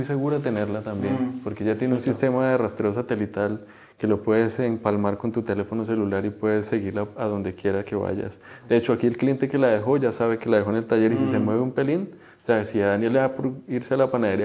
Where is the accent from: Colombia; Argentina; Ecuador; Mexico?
Colombia; Eje Cafetero; moved away as an adult; hay un cafeterito que se vino a reparar bicicletas